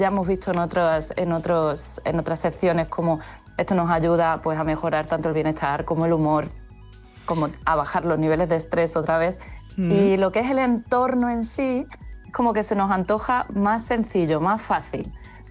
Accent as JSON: {"language": "Spanish", "region": "Extremadura", "country": "Spain", "said": "como soy extremeña, nunca me puedo quejar de que haga mucho calor en ningún sitio que no sea Sevilla o Extremadura."}